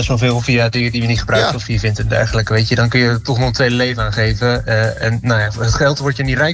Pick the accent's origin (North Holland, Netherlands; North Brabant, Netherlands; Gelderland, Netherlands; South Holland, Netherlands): Gelderland, Netherlands; Apeldoorn; Apeldoorn.